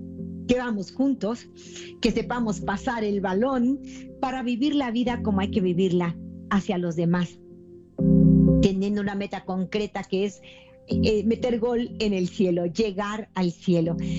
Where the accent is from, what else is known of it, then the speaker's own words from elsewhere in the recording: Mexico; También en mi país, México, hay un teléfono que puedes marcar directo